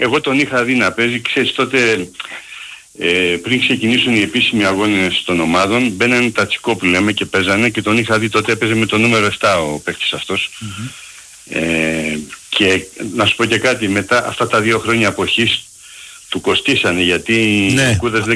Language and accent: Greek; Athens, Attica, Greece; από Αττικό Νάλσος.